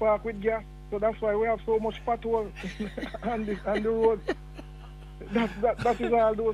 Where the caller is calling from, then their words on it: Jamaica; we as Jamaican and as motorists in general